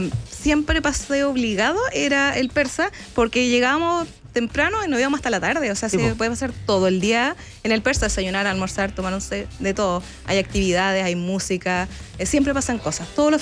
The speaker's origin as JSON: {"language": "Spanish", "town": "Puerto Montt", "region": "Los Lagos", "country": "Chile", "moved": "as an adult", "lives_now": "Santiago, Chile", "said": "venir a otra ciudad, yo soy de Puerto Montt, sin redes familiares, sin amigos, nada. Tuve que empezar todo de cero acá en Santiago."}